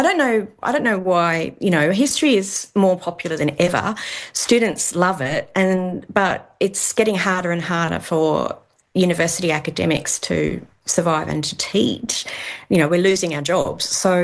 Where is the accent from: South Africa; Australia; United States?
Australia; Tasmania; I was raised in Tasmania, and we were taught the dominant narrative, which is that Tasmanian Aboriginal people were driven to extinction by colonisation.